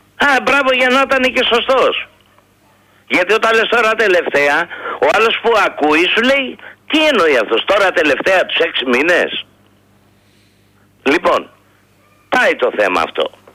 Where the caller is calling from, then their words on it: Ilion, Attica, Greece; από Ήλιον.